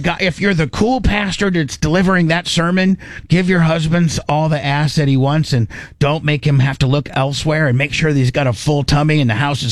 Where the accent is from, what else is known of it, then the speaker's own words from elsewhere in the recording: Warsaw, United States; when we were growing up in Warsaw High